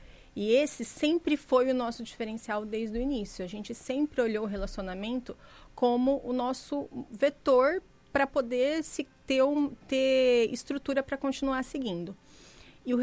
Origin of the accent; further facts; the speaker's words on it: Maringá, Paraná, Brazil; Eu já morei em estados diferentes, eu venho de Maringá, Paraná, que também é uma cidade do interior, né?